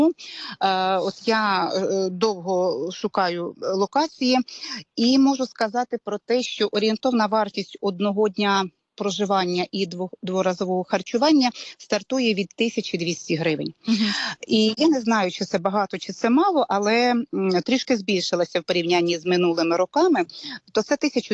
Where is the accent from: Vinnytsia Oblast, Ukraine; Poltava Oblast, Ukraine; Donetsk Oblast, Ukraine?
Poltava Oblast, Ukraine; Poltava; Перше те, що у нас, я з Полтави, і у нас прекрасне сполучення.